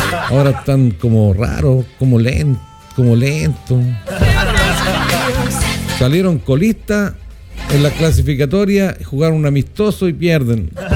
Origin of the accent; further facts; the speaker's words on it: Chile; que soy chileno.